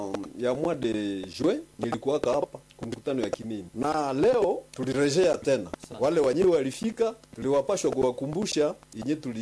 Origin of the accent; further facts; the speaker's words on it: Butembo, North Kivu, DR Congo; mgini ya kwetu hapa Butembo